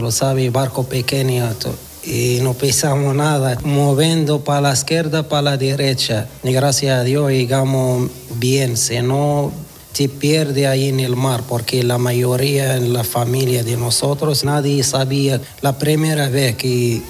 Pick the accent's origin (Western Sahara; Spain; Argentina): Western Sahara; Laayoune; moved away as an adult; Soy del Sahara Occidental, de Lyon, capital.